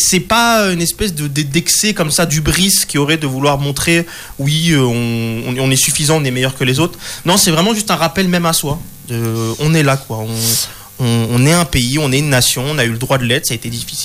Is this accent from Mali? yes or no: no; France; born there; des gens comme moi finalement qui sont nés ici mais qui ont des origines algériennes.